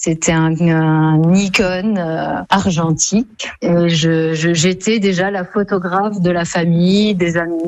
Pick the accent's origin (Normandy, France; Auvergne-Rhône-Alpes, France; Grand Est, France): Grand Est, France; moved away as an adult; also born or lived in Paris; Et puis je suis revenue dans ma terre natale, en Lorraine